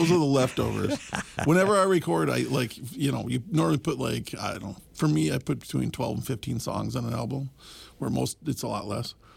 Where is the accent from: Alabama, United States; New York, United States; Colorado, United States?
New York, United States; Buffalo; born or raised there